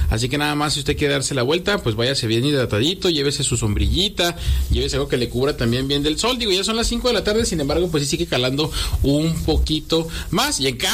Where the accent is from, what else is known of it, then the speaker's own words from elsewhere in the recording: Mexico; Oigan, otra cosa, ¿cómo somos los mexicanos?